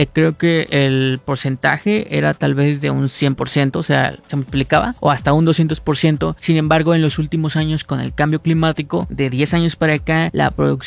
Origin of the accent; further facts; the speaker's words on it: Huehuetla, Hidalgo, Mexico; Y también a Tenango de Doria y Huehuetla Hidalgo, que es el lugar de donde vengo. Es un lugar muy hermoso y muchos saludos a todos.